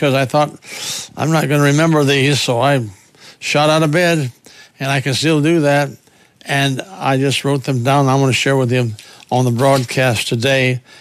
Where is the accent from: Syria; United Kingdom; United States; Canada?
United States; South Dakota; now in Texas, United States; On the broadcast today, I'll mention my home state, and that is South Dakota. And I use, when I pass out tracts here in Texas, I use the tract that I put together in South Dakota over 40 years ago.